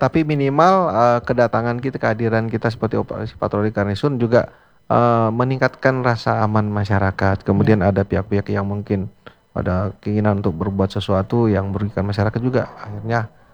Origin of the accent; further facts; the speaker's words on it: Minahasa, North Sulawesi, Indonesia; kebetulan saya orang Putra Minahasa juga